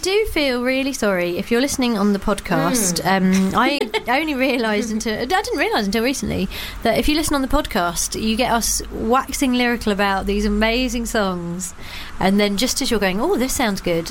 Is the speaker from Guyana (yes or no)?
no; United Kingdom; as British people